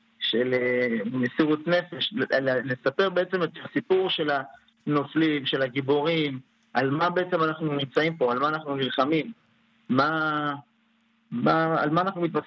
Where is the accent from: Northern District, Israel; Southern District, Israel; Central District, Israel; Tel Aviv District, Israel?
Southern District, Israel; Ashdod; כי אנחנו מאשדוד